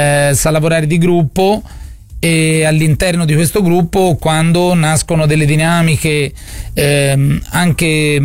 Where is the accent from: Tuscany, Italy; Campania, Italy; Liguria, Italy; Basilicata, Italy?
Tuscany, Italy; Florence; per noi la città più importante al mondo, oltretutto perché siamo fiorentini